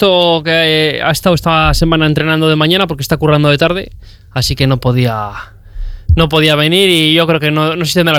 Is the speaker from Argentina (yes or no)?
no; Burgos, Castile and León, Spain; soy de Burgos